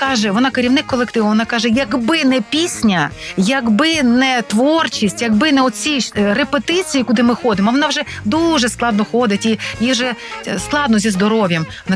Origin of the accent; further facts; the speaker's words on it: Ternopil, Ternopil Oblast, Ukraine; born there